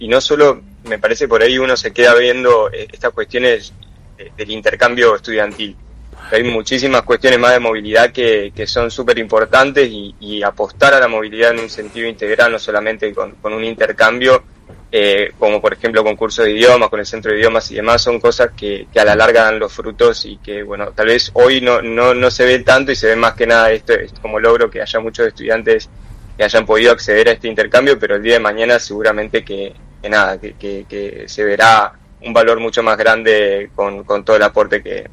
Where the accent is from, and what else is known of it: Argentina